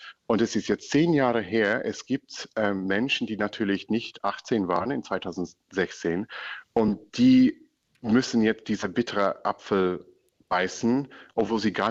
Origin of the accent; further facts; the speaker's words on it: England, United Kingdom; German is a second language; moved away as an adult; now in Berlin, Germany; Also deshalb kommen wir überhaupt aus England.